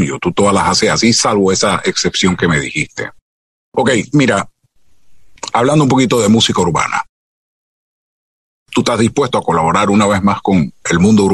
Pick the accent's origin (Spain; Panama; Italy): Panama; yo soy panameño